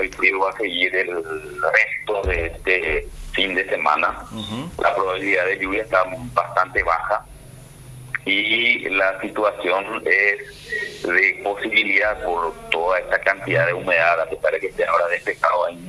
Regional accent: Paraguay; Como paraguayo, en todo caso, para ir a festejar después en los lugares de festejo, que al aire libre, a tener mucho cuidado porque la temperatura va a estar muy baja.

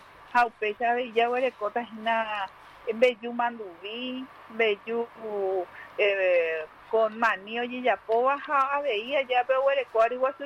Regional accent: Pirayú, Paraguarí, Paraguay; nosotros como pirayuenses

